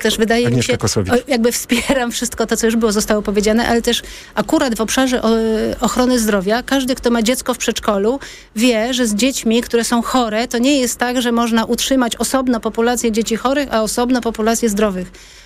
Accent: Ukraine; now in Poland; ja na przykład jako Ukrainka

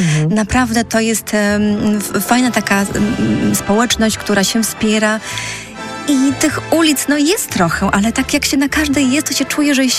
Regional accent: Podlaskie Voivodeship, Poland; Bo ja pochodzę z bardzo małego miasteczka pod tak naprawdę pod Łomżą i mi zawsze jakoś było bliżej do tych małych miasteczek niż do tych większych miast

